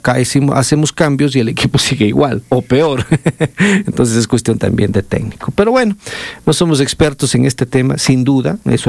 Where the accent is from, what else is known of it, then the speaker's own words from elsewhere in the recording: Ecuador; uno como ecuatoriano